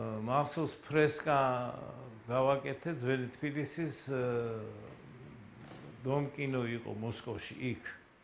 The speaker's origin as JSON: {"language": "Georgian", "region": "Kartli", "country": "Georgia", "said": "მე ხო ქართლელი ვარ წარმოშობით"}